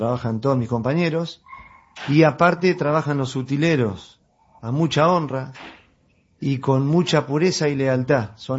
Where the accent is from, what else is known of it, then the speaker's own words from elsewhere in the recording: Argentina; las buscarán porque soy argentino, quizás, ¿no?